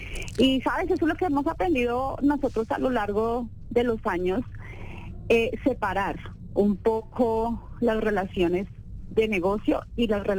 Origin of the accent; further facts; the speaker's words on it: Bogotá, Bogotá Capital District, Colombia; Sí, en así Bogotá. Es, en Bogotá